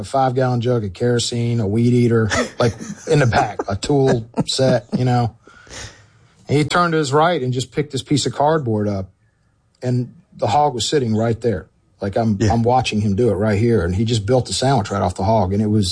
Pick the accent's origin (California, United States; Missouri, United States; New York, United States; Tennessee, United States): Tennessee, United States; Memphis; born there; I was born in Memphis. Our family farm, both sides of my family are from Corinth, Mississippi.